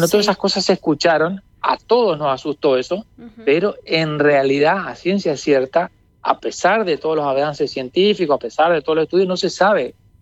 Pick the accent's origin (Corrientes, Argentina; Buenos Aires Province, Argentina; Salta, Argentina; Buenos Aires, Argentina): Corrientes, Argentina